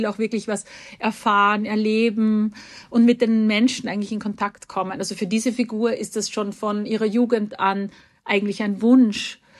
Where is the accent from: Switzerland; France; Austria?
Austria; Ich bin im Salzkammergut aufgewachsen in Österreich und das ist auch eine Gegend, wo ich manchmal bei Interviews früher gesagt habe, ich komme dorthin, wo andere Urlaub machen.